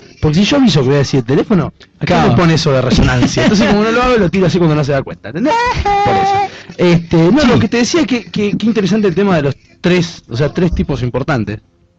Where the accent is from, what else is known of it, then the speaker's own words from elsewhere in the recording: Argentina; ¿no muestra cómo somos los argentinos?